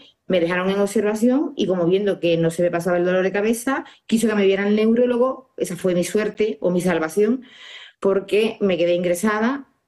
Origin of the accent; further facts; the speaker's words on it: Baena, Andalusia, Spain; Pues en Andalucía, yo soy de Córdoba, Baena, un pueblo de Córdoba